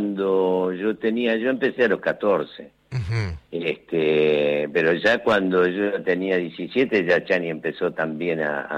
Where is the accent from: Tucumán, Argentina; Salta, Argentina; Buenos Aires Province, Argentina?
Buenos Aires Province, Argentina; Capitán Sarmiento; Mi pueblo está igual. Está un poco más grande, pero todo. Yo soy de Capitán Sarmiento, ¿no? A menos de 120 kilómetros acá de la capital.